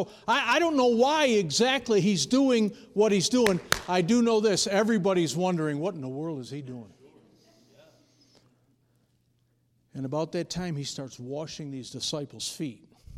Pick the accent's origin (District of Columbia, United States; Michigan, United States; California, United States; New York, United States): New York, United States; I'm an Italian from New York, so you have to bear with me.